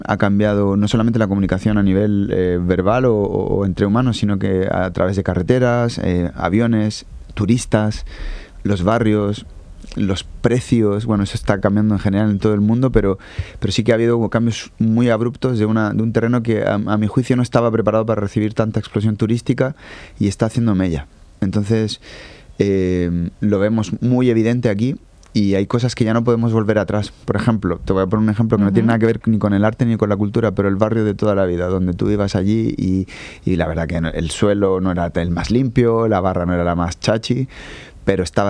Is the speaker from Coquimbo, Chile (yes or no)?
no; Santiago, Santiago Metropolitan Region, Chile; now in Santander, Spain; Santander, bueno, yo no soy santanderino de nacimiento, soy solamente santanderino de adopción. Vengo de Santiago de Chile.